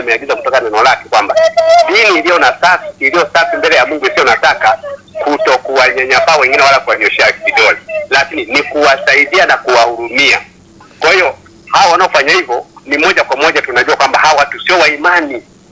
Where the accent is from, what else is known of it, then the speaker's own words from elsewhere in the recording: Dodoma, Tanzania; ninatoka mkoa wa Dodoma.